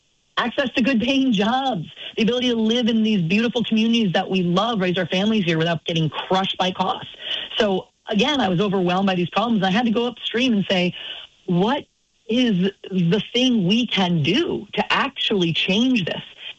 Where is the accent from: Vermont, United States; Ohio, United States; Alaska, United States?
Vermont, United States; Newbury; I grew up in Newberry, Vermont, small town, you know, on a dirt road, because my parents thought Vermont was the best place in the world to raise a family.